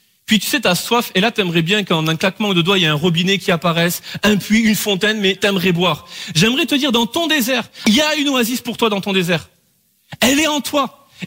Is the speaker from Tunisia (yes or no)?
no; Bordeaux, Nouvelle-Aquitaine, France